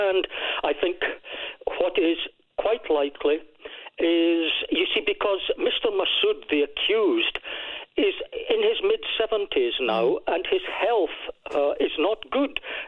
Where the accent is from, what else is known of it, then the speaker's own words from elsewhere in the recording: Lockerbie, Scotland, United Kingdom; I'm a Lockerbie. I was born and brought up in Lockerbie